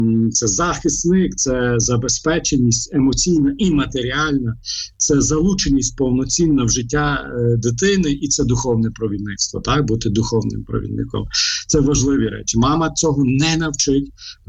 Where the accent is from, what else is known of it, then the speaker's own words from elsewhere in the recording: Lviv, Lviv Oblast, Ukraine; я зростав у Львові